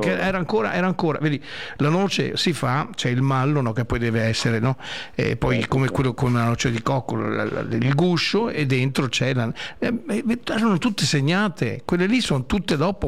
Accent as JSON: {"language": "Italian", "town": "Bassano del Grappa", "region": "Veneto", "country": "Italy", "said": "i giovani sono trovato lavoro giù da noi a Bassano del Grappa."}